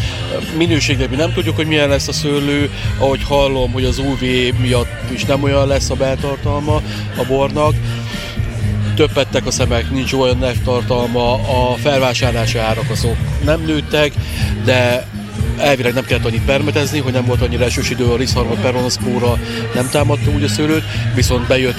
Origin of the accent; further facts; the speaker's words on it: Eger, Heves, Hungary; én egri származású vagyok, felnémeti.